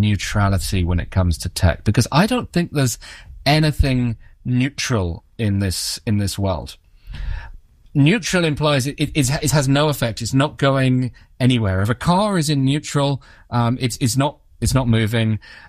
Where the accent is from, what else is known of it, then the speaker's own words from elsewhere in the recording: United Kingdom; And then because I'm British, I finished by saying thank you, to AI